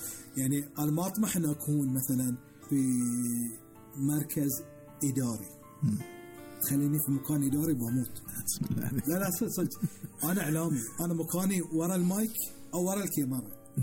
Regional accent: Bahrain; بس أنا أقول لك إحنا كبحرينيين نقدر نوصل

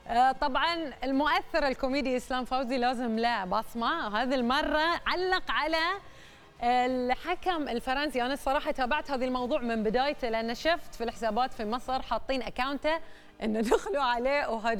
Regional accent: Bahrain; إحنا كبحرينيين

